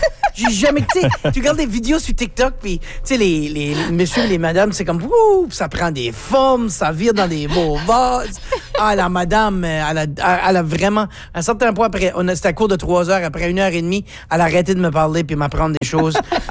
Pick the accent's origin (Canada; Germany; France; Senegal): Canada; Acadia; en tant qu'Acadien qui utilise beaucoup, beaucoup de mots anglais, qui utilise des régionalismes